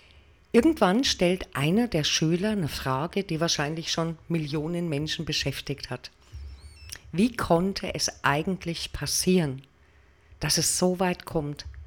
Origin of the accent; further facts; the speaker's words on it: Bavaria, Germany; Bei uns in der Oberpfalz hat es jetzt aktuell noch 20 Grad